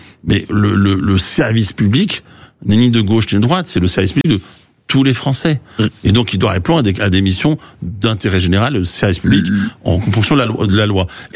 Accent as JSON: {"language": "French", "country": "France", "said": "Donc, je le dis, moi, je suis français. Et donc je suis élu de mon pays, la France"}